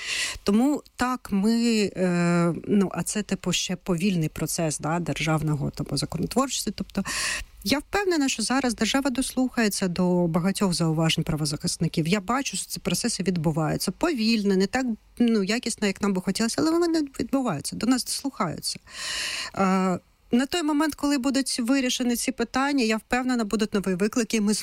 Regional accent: Luhansk, Luhansk Oblast, Ukraine; Так, дійсно, я сама з Луганська.

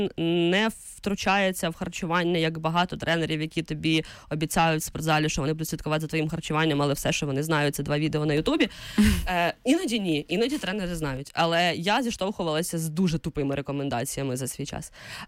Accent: Vinnytsia Oblast, Ukraine; Це в нас на Вінниччині так кажуть.

